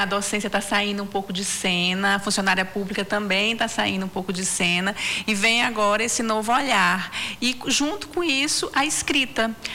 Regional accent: Acre, Brazil; born there

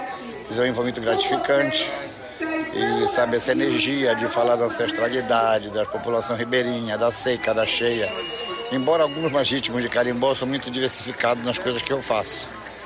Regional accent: Cachoeira do Arari, Pará, Brazil; now in Soure, Brazil; sou lá de Cachoeira do Arari, moro aqui em Soure porque a Soure me abraçou muito forte, por isso que eu estou aqui

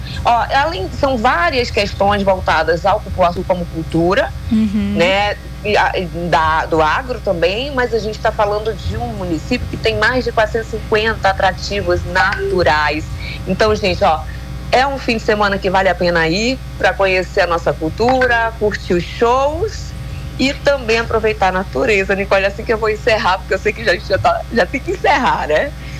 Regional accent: Parintins, Amazonas, Brazil; um beijo para todo mundo da minha terra que eu amo. Vou estar bem ali em Parintins.

